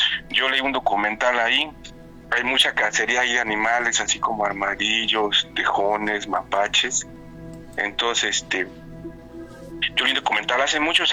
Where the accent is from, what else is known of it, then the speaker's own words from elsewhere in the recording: Mexico City, Mexico; Soy de Ciudad de México.